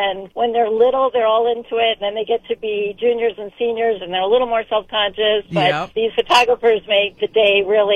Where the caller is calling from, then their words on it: Tiverton, Rhode Island, United States; I live in Tiverton, but I work in Middletown